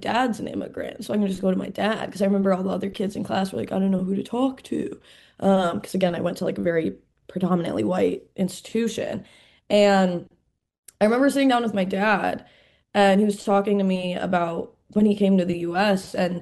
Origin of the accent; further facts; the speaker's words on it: Palestine; I remember telling kids I was Palestinian, and they'd always go, you mean Pakistani, right?